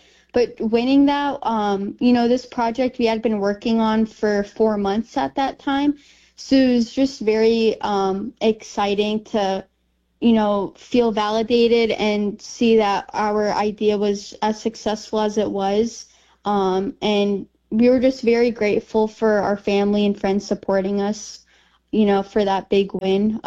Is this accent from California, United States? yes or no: no; Bethel, Alaska, United States; also born or lived in Anchorage; I'm originally from Bethel, Alaska. I was born in Anchorage, but I've been raised in Bethel my entire life up until I graduated high school